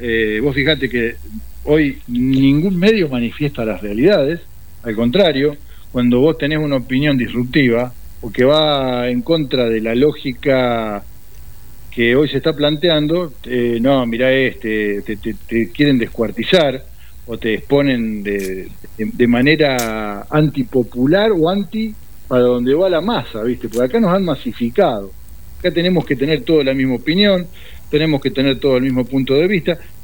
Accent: Argentina; Yo soy argentino.

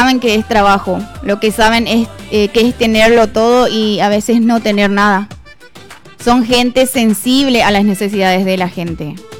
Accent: Nueva Alborada, Itapúa, Paraguay; Podemos decir con orgullo que somos de Nueva Alborada, porque es una localidad hermosa, con gente maravillosa, con gente trabajadora, honesta, capaz

